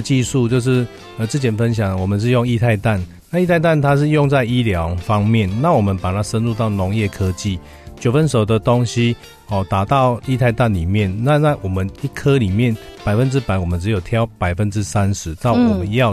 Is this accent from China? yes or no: no; Taiwan; 那我们台湾是因为没有那样的气候嘛